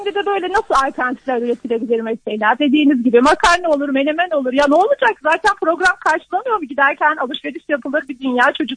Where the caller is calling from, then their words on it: Ankara, Turkey; Ankara'dan arıyorum.